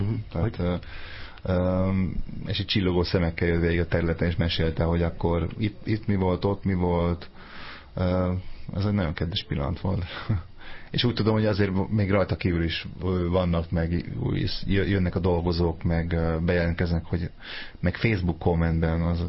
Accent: Szombathely, Vas, Hungary; Én eredetileg szombathelyi vagyok

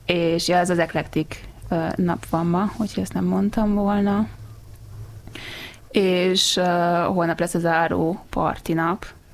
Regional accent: Budapest, Hungary; also born or lived in Netherlands; én 8 kerbe nőttem föl

